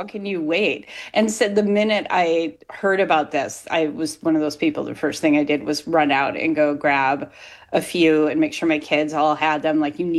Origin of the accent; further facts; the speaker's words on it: Grand Rapids, Minnesota, United States; growing up in Grand Rapids